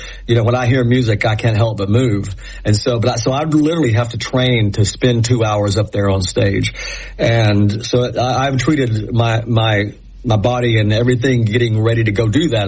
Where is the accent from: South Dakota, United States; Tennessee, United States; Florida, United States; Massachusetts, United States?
Tennessee, United States; Knoxville; born or raised there